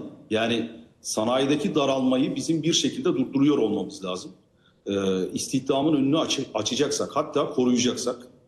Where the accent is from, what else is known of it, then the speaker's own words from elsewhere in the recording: Aydın, Turkey; Efeler Diyarı Aydın'ın, yani memleketimin İşgalden kurtuluş yıl dönümü.